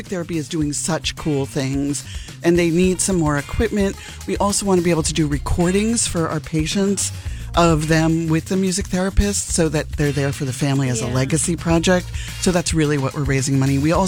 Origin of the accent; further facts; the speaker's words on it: New York, United States; I'm a New Yorker.